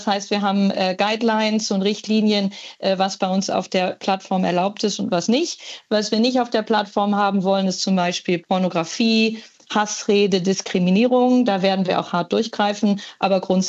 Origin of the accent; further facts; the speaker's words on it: Bremen, Germany; Aber das halbgrüne W-Trikot auf dem W auf dem Trikot ist natürlich was Cooles, gerade als Bremerin.